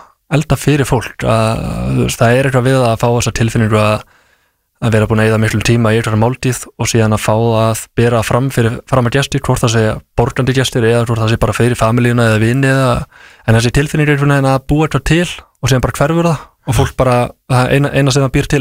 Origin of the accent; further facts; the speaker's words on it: Suðureyri, Westfjords, Iceland; ég ólst upp á Suðureyri við Súgandafjörð.